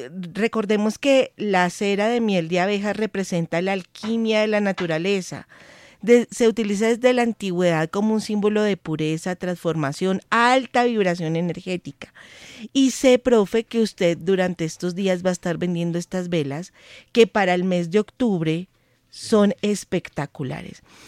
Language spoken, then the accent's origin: Spanish; Bogotá, Colombia; Es que así es mi Bogotá, ¿no? Nosotros sí. Somos una montaña rusa.